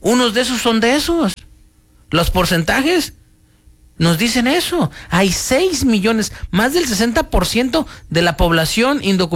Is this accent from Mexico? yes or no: yes; Mexico; now in United States; desde que venimos de México, sabemos que corremos ese riesgo